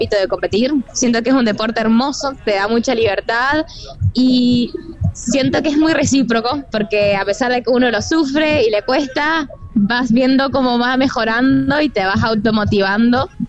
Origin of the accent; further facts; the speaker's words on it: San Juan, Argentina; Soy de San Juan, capital.